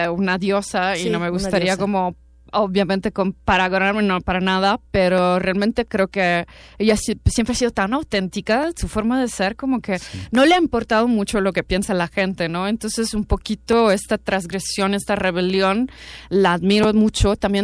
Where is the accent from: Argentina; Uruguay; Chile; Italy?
Italy; now in Mexico; yo me presento como cantautora italiana, pop alternativo, porque tiene muchos sonidos por ahí, los puedo elencar, y radicada en México, así me presento.